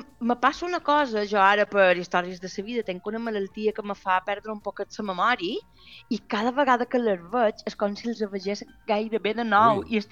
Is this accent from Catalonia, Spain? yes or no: no; Mallorca, Balearic Islands, Spain; aquest amic nostre és de Menorca, nosaltres som de Mallorca